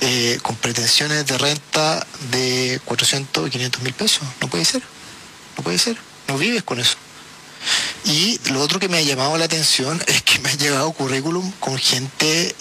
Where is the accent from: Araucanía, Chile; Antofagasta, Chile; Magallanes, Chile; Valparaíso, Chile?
Valparaíso, Chile; Viña del Mar; trato de contratar siempre gente de Viña del Mar, porque tengo un cariño con mi ciudad natal.